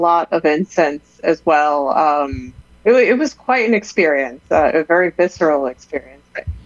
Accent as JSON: {"language": "English", "region": "New York", "country": "United States", "said": "I'm from New York"}